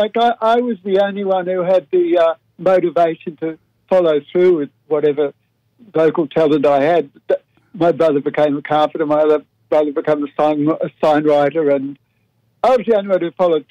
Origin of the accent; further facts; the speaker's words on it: Melbourne, Victoria, Australia; I was born in Melbourne and around my family home in Canterbury in the east of Melbourne.